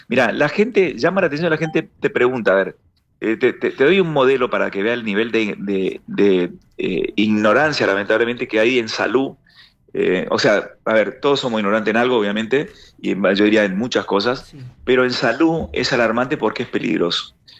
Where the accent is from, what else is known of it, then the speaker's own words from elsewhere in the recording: General José de San Martín, Chaco, Argentina; yo era chico en mi pueblo, yo soy de Chaco de San Martín